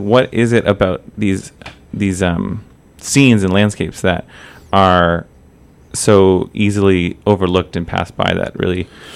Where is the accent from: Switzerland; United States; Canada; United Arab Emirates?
Canada; Hamilton, Ontario; as someone who has grown up here